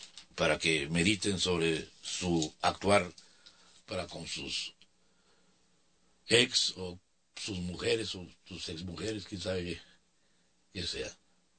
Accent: Mexicali, Baja California, Mexico; De la Cuauhtémoc Norte. Somos de la Cuauhtémoc. La mejor colonia que hay en Mexicali y en el mundo entero es la Cuauhtémoc. Sin lugar a dudas. Y yo viví en las 12, en la norte

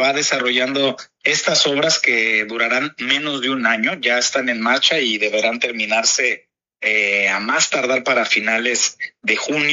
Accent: Colima, Mexico; celebrar que somos mexicanos, mexicanas, que somos colimenses, que tenemos un gran estado, un gran país del que nos sentimos sumamente orgullosos

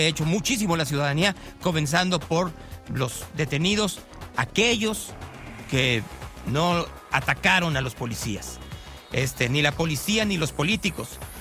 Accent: Mexico City, Mexico; yo soy de Ciudad de México y tengo viviendo aquí en Guadalajara más de 30 años

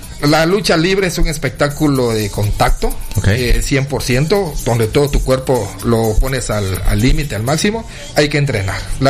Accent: Campeche, Mexico; yo vengo de Campeche

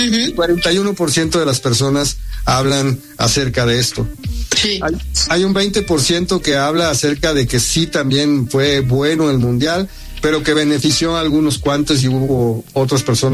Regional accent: Mexico; Creo que otro punto importantísimo es que ahora sí jalamos como mexicanos unidos.

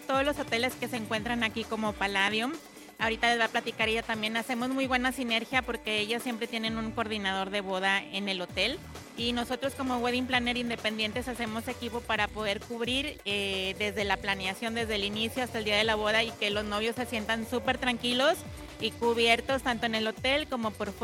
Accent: Monterrey, Nuevo León, Mexico; moved away as an adult; now in Playa del Carmen, Mexico; Soy de Monterrey, pero vivo en Playa del Carmen desde hace 14 años, así que soy regia, 100%.

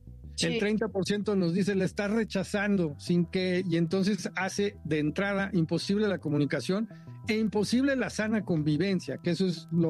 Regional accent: Mexico

